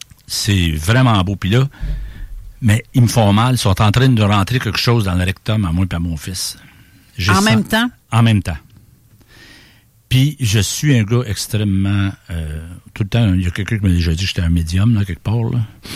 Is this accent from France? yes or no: no; Sherrington, Quebec, Canada; also born or lived in Rougemont; Quand j'étais jeune, je vivais à Sherrington, dans le rang comptant, dans le petit rang perdu, là, où, c'est quasiment un village qui abrite la lune puis roule le trottoir le soir